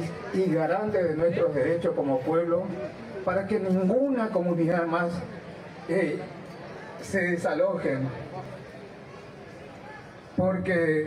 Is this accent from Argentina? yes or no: yes; Misiones, Argentina; queremos el respeto como pueblo, no solamente como pueblo originario, sino como pueblo misionero, como pueblo de hermanos.